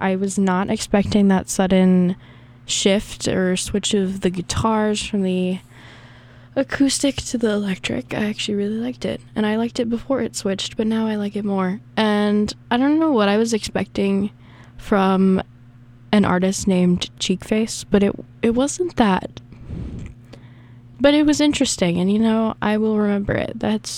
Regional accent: the South, United States; I'm from the South, and I say pecan.

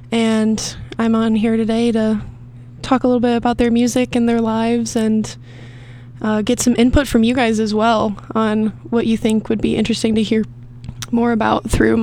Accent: Middleton, Wisconsin, United States; moved away; I'm a senior public health major in the Honors College here at USC. I'm from Middleton, Wisconsin. I usually say I'm from Madison, though. People know it more.

